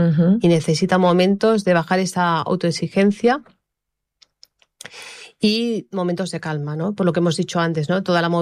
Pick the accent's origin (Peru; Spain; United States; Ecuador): Spain; Ripollet, Catalonia; el que me conoce, que soy de Ripollet, pues ya sabe dónde trabajo, en mi centro de fisio me podéis encontrar.